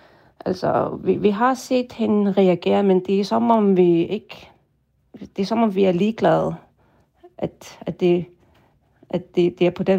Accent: Qaqortoq, Kujalleq, Greenland; nu er jeg fra Qaqortoq i Sydgrønland

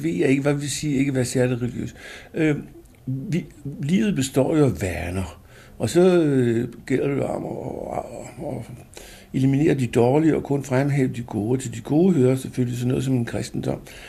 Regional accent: Copenhagen, Capital Region of Denmark, Denmark; Men jeg er så meget københavner med K, at jeg kan ikke leve andet steds end i København.

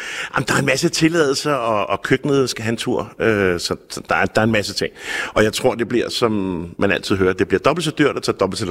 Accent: Copenhagen, Capital Region of Denmark, Denmark; moved away as an adult; now in Zealand, Denmark; Det skal jeg også lige vende mig til som københavner.

